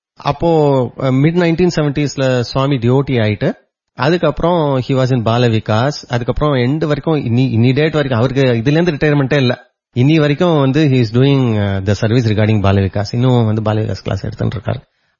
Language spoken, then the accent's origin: Tamil; Chennai, Tamil Nadu, India; also born or lived in Madurai / Salem; நான் வந்து 1967 19 அக்டோபர் வந்து சென்னையில பிறந்தேன். அதுக்கப்புறம் வந்து மதுரை, சேலம், அகெயின் மதுரை, அப்புறம் சென்னை, இங்கதான் என்னோட லைஃபே நடந்தது 10th வரைக்கும்.